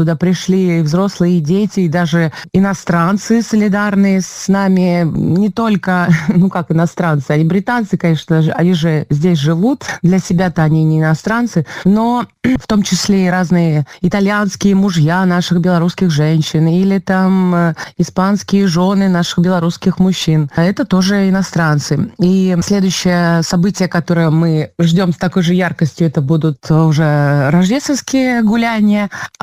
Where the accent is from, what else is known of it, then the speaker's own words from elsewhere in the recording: Belarus; now in London, United Kingdom; мы, белорусы, заложили капсулу времени